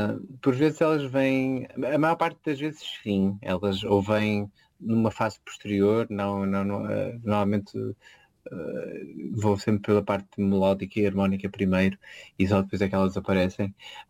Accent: Azores, Portugal; now in Porto, Portugal; Aos Açores, não é? De onde sou natural.

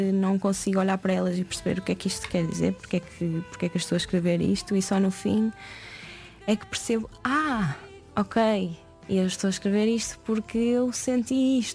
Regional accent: Oliveira de Azeméis, Aveiro, Portugal; Sou de Oliveira das Meias, Porto, Aveiro, por aí, não muito.

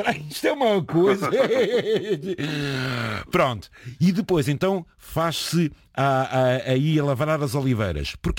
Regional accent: Lisbon, Portugal; born there; eu sou lisboeta, porque nasci em Lisboa.

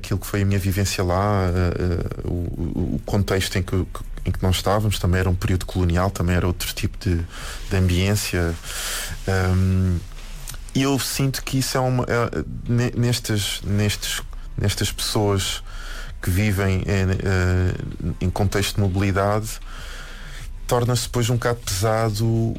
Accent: Cova da Moura, Lisbon, Portugal; born there; a minha família é da Somada. Eu nasci na Cova da Moura.

